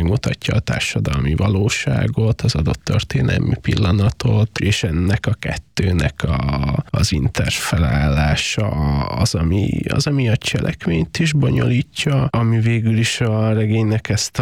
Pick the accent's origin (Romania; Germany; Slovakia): Romania; Transylvania; a saját Erdélyhez való viszonyomnak és a szülőföldemmel kapcsolatos érzéseimnek, gondolataimnak az objektivációja is.